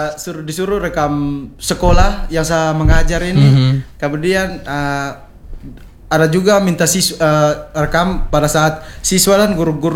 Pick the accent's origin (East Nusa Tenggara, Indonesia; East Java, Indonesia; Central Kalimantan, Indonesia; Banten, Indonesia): East Nusa Tenggara, Indonesia; Kupang; saya sendiri orang NTT.